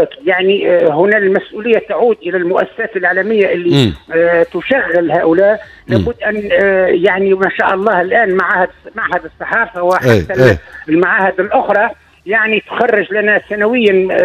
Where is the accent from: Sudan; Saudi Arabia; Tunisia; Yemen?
Tunisia; Sidi Ali Ben Aoun, Sidi Bouzid; ولكن أنا في الحقيقة أصيل منطقة سيدي علي بن عون،